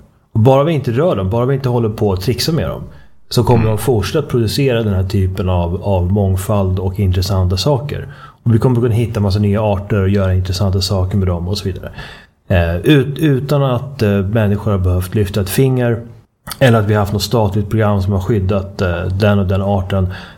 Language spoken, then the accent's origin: Swedish; Uppsala, Uppsala County, Sweden; accent: Uppsala dialect; den här uppsaliensiskan som jag fick med mig från min uppväxt i Sveriges traditionella huvudstad